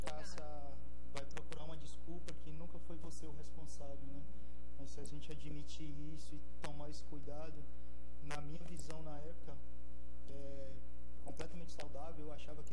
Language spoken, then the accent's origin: Portuguese; Aracati, Ceará, Brazil; Eu sou natural de Aracati, lá é litoral leste, litoral de praia, né?